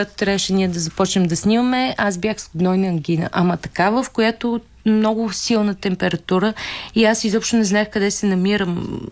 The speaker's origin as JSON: {"language": "Bulgarian", "town": "Svishtov", "region": "Veliko Tarnovo Province", "country": "Bulgaria", "tie": "born or raised there", "moved": "yes", "said": "Аз съм родена там, как дали го знам? Аз съм оттам."}